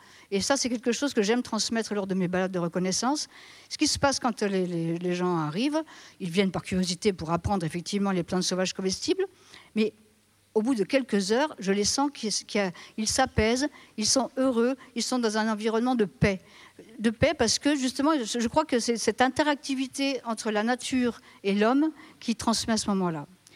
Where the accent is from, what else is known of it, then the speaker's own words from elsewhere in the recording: Grand Est, France; Et puis en plus, moi je venais de la Marne, il a fallu apprendre ici.